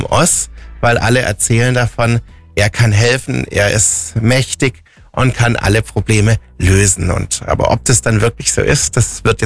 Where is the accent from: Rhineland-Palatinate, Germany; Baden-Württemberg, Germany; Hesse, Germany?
Baden-Württemberg, Germany; Stuttgart; born there; moved away; für mich als gebürtiger Stuttgarter